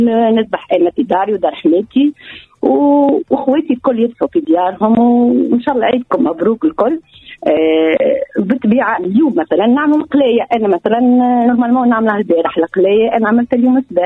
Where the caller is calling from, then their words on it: Korba, Nabeul Governorate, Tunisia; احنا في قربة أول حاجة عنا حاجة خاصة بقربة بولايتنا بالكابون